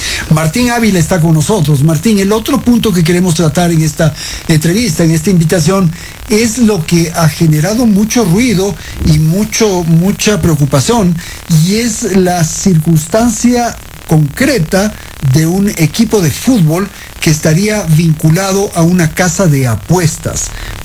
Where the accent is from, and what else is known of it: Ecuador